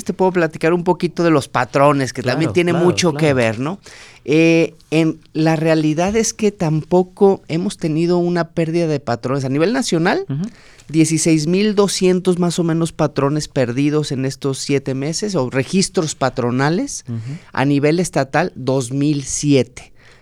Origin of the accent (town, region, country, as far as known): Mexico